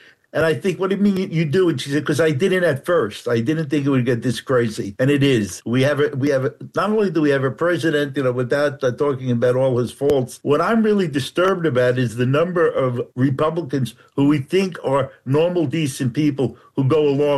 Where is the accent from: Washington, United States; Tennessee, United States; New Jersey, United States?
New Jersey, United States; Okay. Well, I'm from North Jersey, so that's why we're friends.